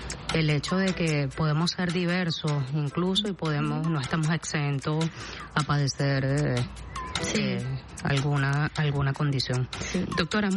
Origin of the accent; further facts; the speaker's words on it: Venezuela; lo que nos tocó vivir como venezolano